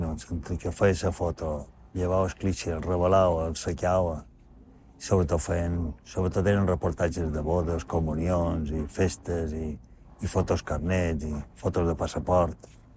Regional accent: Palma, Balearic Islands, Spain; vaig néixer a Palma l'any 1952, dia de 9 de març. Jo vaig néixer en el carrer Joan Crespí, que ja perquè encara naixíem en els pisos. Vaig néixer a casa, sí.

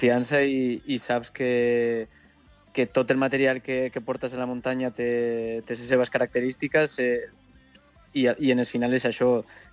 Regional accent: Jaca, Aragon, Spain

